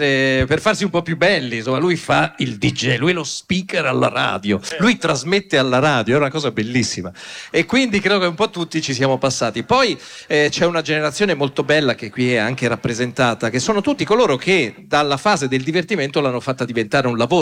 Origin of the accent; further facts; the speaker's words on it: Genoa, Liguria, Italy; moved away as an adult; Io sono ligure e stavo a Genova, ci sono stato fino al 1980